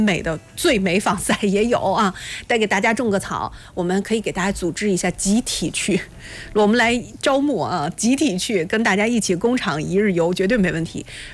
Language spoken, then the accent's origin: Chinese; Shandong, China; 在我们山东土生土长的企业，绝对是土生土长